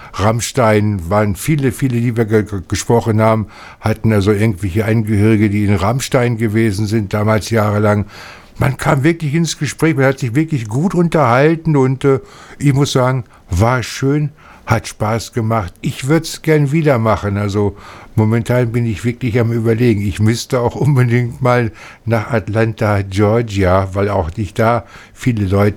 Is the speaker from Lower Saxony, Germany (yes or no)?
yes; Hanover, Lower Saxony, Germany; Ja, ja, wir kommen aus Hannover.